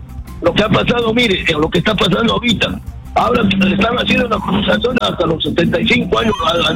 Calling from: Lima, Peru

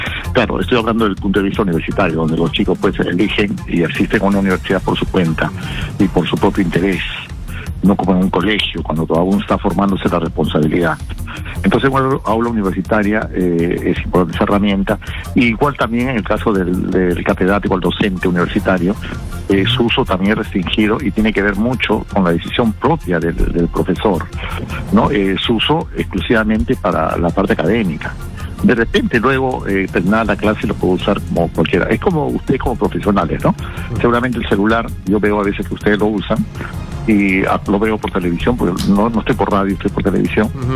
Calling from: Callao, Peru; Del Callao.

